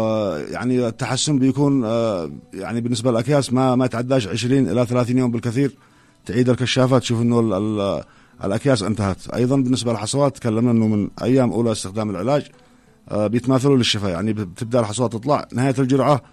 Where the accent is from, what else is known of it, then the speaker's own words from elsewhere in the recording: Yemen; طبعا بالنسبة لأمراض الكلى هي أمراض شائعة جدا يعني يعني عندنا في اليمن.